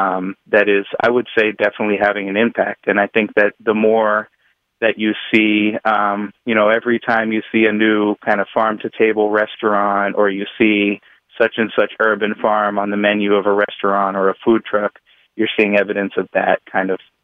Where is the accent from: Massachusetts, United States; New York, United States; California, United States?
Massachusetts, United States; Dorchester; I grew up in Dorchester and I certainly didn't think that I could become a farmer. You know, in my mind, becoming a farmer would have meant moving out to Nebraska or something like that.